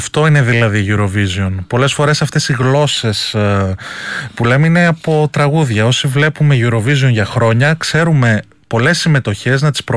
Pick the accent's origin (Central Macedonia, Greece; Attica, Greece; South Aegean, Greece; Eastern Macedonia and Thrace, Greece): Eastern Macedonia and Thrace, Greece; Drama; Είμαι, ναι, από τη Δράμα βέβαια, γι' αυτό κοντοχωριανή.